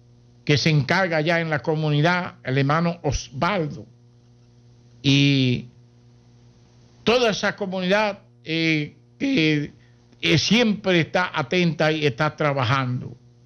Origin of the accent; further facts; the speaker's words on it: Moca, Espaillat, Dominican Republic; born there; esa comunidad donde yo nací, en Amaseye Santa Eduiges, Amaseye Moca